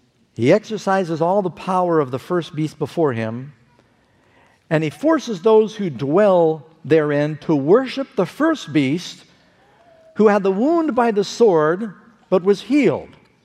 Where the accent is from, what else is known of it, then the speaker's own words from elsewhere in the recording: United States; I'm thankful that I'm American.